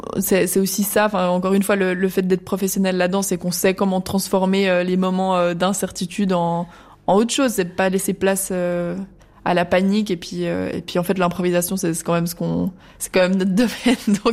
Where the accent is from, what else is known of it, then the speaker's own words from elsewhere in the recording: Fribourg, Switzerland; je suis partie étudier à La Havane à l'âge de 17 ans, Et en revenant en Suisse, donc moi je suis de Fribourg